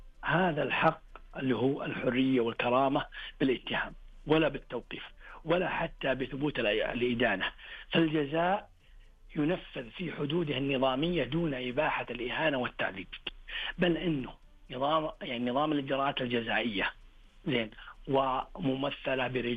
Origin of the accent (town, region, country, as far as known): Saudi Arabia